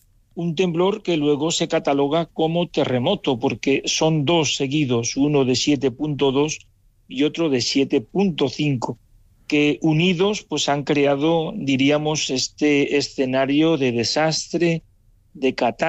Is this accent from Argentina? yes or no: no; Incinillas, Castile and León, Spain; also born or lived in Zaragoza / Honduras / El Salvador / Peru; now in Venezuela; Incinillas, qué bueno poderlo también así matizar, es el pueblecito norte de Burgos, zona de las Merindades. Bueno, pues donde crecí, nací